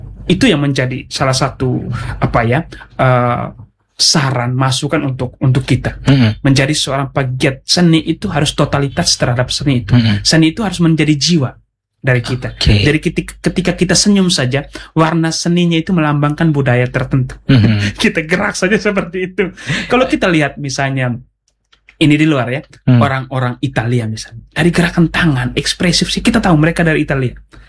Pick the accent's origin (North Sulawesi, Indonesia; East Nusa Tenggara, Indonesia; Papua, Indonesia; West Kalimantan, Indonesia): East Nusa Tenggara, Indonesia; Kalau misalnya kita orang Dawan, kemudian orang Timur, itu biasanya apa ya, bahasanya pelan, santun, kakak, dan seterusnya.